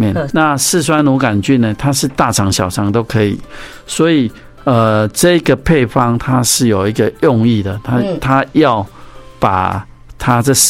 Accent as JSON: {"language": "Chinese", "country": "Taiwan"}